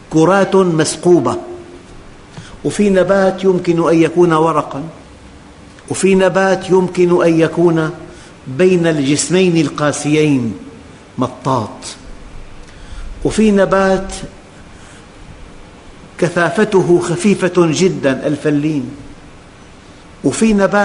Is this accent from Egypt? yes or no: no; Syria; بلدنا سوريا